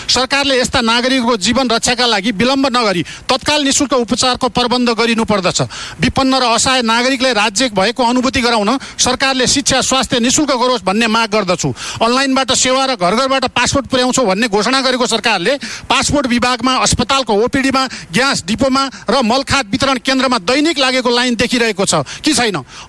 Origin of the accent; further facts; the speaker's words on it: Kailali district, Sudurpashchim Province, Nepal; मेरो गृह जिल्ला कैलाली लम्कीचुवा नगरपालिका वडा नम्बर 3